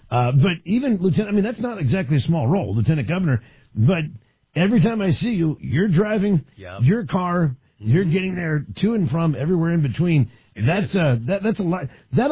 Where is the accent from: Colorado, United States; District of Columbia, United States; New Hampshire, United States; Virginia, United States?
District of Columbia, United States; Washington; because I grew up in Washington, D.C. and everything else